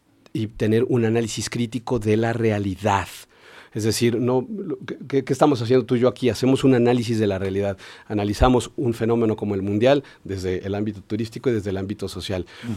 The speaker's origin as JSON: {"language": "Spanish", "country": "Mexico", "said": "todos somos de Puebla, todos somos mexicanos"}